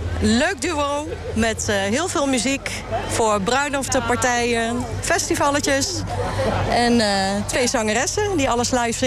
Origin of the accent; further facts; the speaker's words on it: Zevenaar, Gelderland, Netherlands; Ik kom uit Zevenaar.